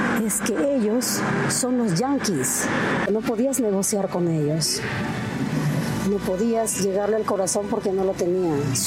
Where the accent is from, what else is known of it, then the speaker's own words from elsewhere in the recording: Huasahuasi, Junín, Peru; born there; Nací el año 76. Nací aquí en Guasaguasi, un 6 de marzo.